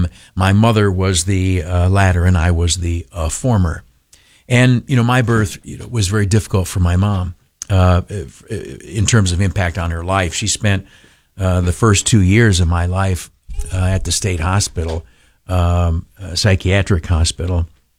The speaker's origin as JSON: {"language": "English", "area": "Canisteo", "region": "New York", "country": "United States", "tie": "born or raised there", "said": "the little town where I grew up in the Southern Tier, beautiful Canastillo, New York."}